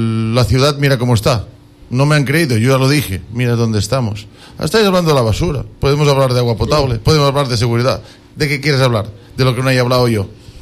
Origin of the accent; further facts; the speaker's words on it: Quevedo, Los Ríos, Ecuador; Yo no soy de San Carlos, soy de Quevedo.